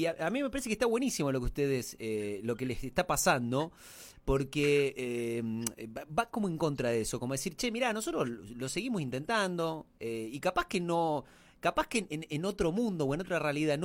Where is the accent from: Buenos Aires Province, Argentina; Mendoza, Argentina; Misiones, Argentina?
Misiones, Argentina; Yo soy de Misiones.